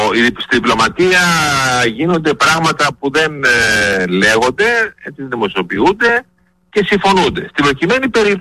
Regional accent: Greece; είμαστε Έλληνες πολίτες

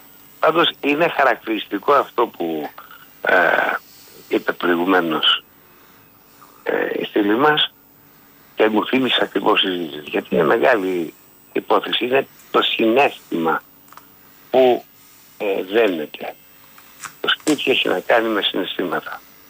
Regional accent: Vyronas, Attica, Greece; born there; το σπίτι στο οποίο γεννήθηκα ήταν ένα προσφυγικό σπίτι στον Δίρονα. Στον Δίρονα, γιατί εκεί έμειναν οι δικοί μου, με νοικιοστάσιο, στην οπό Κύπρου 71 και Ερυθρέας γωνία.

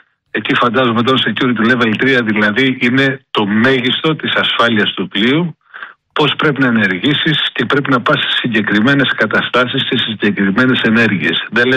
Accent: Igoumenitsa, Epirus, Greece; εγώ είμαι από την Οικουμενίτσα.

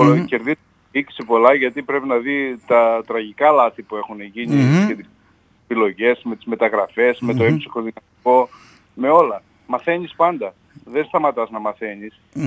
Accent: Lagyna, Central Macedonia, Greece; το χωριό μου τα Ραγινά

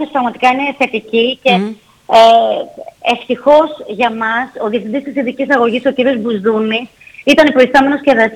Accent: Athens, Attica, Greece; είμαι από την Αθήνα

